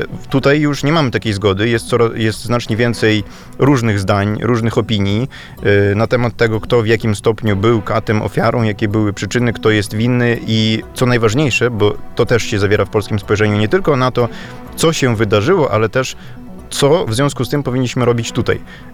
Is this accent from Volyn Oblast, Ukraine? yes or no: no; Lviv, Lviv Oblast, Ukraine; moved away as an adult; now in Poland; Osobiście sam pochodzę z Lwowa, z polskiej rodziny. 19 lat tam mieszkałem